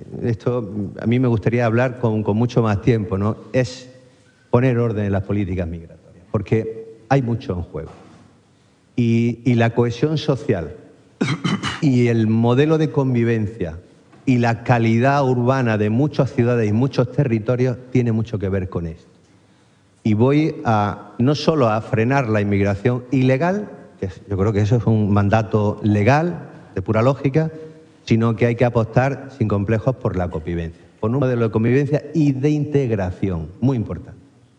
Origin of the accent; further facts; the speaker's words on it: El Ejido, Andalusia, Spain; Almería es una provincia emprendedora, que se ha hecho con gente venida de muchos sitios. Yo vengo de Elegido y ha crecido, Elegido ha crecido